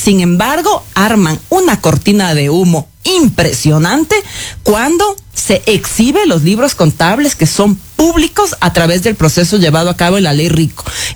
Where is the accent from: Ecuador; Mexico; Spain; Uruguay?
Ecuador